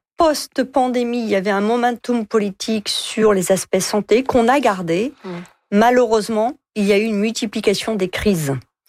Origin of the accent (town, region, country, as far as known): France